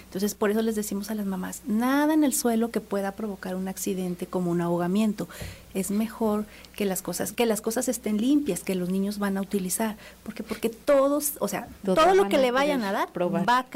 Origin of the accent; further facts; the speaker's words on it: Zacatecas, Mexico; ni siquiera como zacatecanos